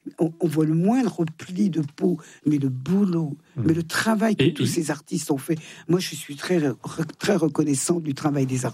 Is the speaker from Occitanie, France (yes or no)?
no; Thonon-les-Bains, Auvergne-Rhône-Alpes, France; born there; Ah oui, je chante dans ma ville natale